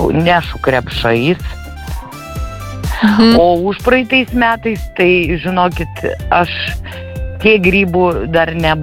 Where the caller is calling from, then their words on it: Šiauliai County, Lithuania; Iš Šiaulių rajono, netoli Gružių